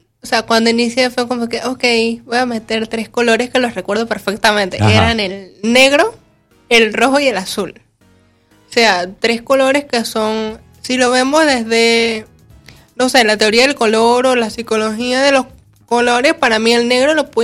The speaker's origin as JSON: {"language": "Spanish", "town": "Panama City", "region": "Panamá", "country": "Panama", "said": "Soy panameña. La cepa, cédula 8, citadina."}